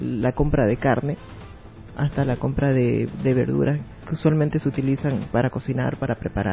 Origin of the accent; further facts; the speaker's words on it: Bolivia; nosotros como bolivianos, como ciudadana común y corriente